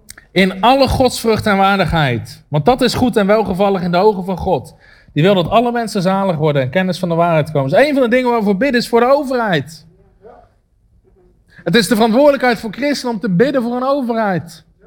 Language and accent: Dutch; Netherlands; als Nederlanders zijn we dat helemaal niet gewend.